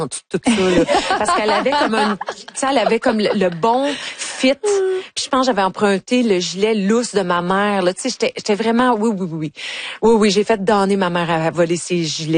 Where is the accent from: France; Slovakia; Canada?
Canada; Ontario; parce que moi, je viens de l'Ontario.